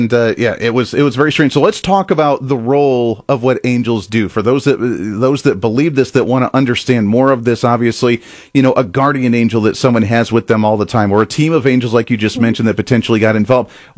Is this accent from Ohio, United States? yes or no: yes; Ohio, United States; We had a house fire when I was growing up in Ohio.